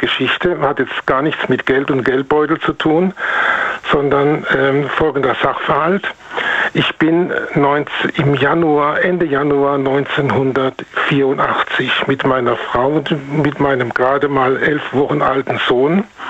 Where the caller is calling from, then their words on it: North Rhine-Westphalia, Germany; aus dem Rhein-Sieg-Kreis.